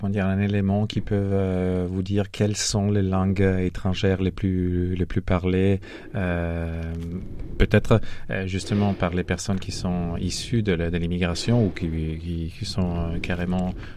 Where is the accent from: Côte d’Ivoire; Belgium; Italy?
Italy; now in France; parce que je suis italien aussi.